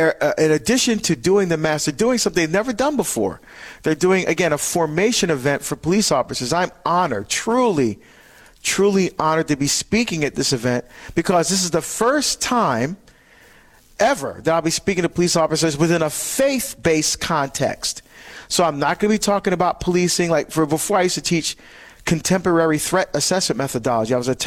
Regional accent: Hillside, New Jersey, United States; But I'm also home, my home state of New Jersey. This is where we immigrated to when we came to the United States. I lived in Hillside, New Jersey, and I grew up in Christ the King Parish.

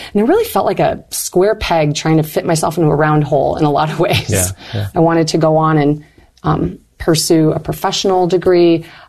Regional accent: Michigan, United States; there's a Northern Michigan University is also in my hometown

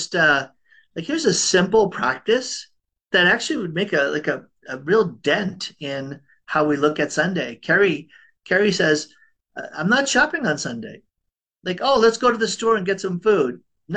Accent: Boston, Massachusetts, United States; yeah, I grew up in Boston, and I think they're called, I don't know if you have this phrase out here, blue laws.

